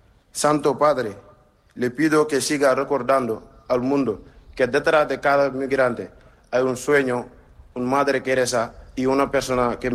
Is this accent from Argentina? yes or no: no; Senegal; Tengo 20 años y soy de Senegal.